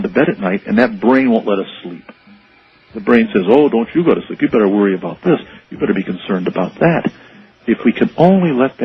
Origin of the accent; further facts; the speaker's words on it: Hawaii, United States; Start, and listen to my view, speaking as Hawaiian and as a doctor, start looking to a generation of the heart.